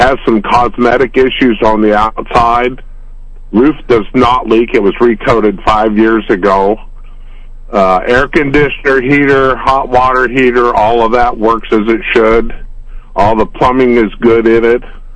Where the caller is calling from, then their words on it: Fayette, Missouri, United States; Good morning. I'm calling from the Fayette area.